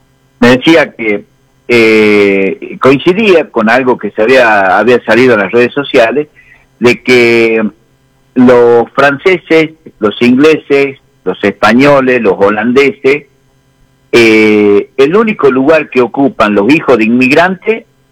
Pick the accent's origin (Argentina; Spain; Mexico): Argentina; now in General Güemes, Argentina; Como verdaderamente argentino que somos